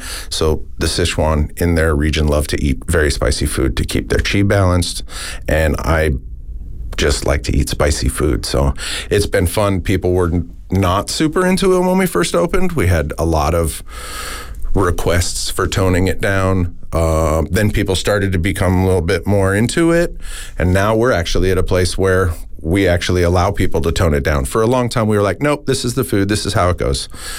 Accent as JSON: {"language": "English", "region": "Arizona", "country": "United States", "tie": "born or raised there", "said": "Tina and I grew up in Arizona."}